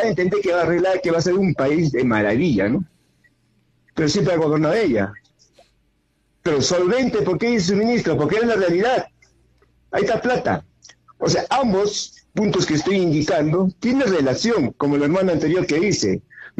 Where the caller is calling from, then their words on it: Juliaca, Puno, Peru; desde Juliaca.